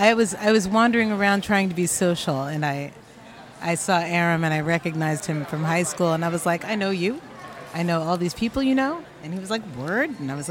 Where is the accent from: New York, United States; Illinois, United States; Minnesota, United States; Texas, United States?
New York, United States; No, I'm from New York. I'm from the Bronx.